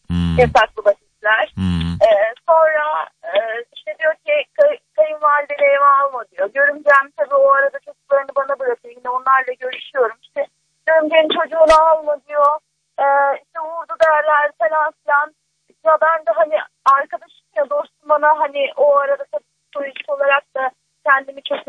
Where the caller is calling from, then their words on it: Antalya, Turkey; ben Antalya'dan arıyorum